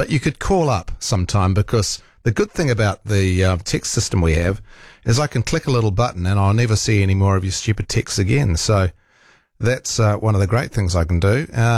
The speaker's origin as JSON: {"language": "English", "town": "Rotorua", "region": "Bay of Plenty", "country": "New Zealand", "tie": "born or raised there", "moved": "yes", "lives_now": "Auckland, New Zealand", "said": "when I grew up in Rotorua, we used to regularly have -5 degree frosts."}